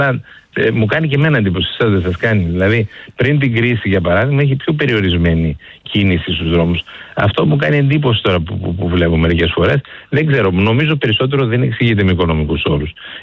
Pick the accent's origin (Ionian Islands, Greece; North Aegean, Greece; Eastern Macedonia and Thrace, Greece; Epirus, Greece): Eastern Macedonia and Thrace, Greece; εγώ επισημαίνω που κατάγομαι και από την Ροδόπη